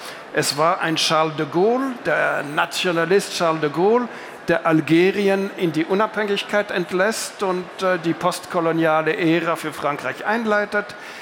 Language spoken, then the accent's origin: German; Switzerland; bin ja Schweizer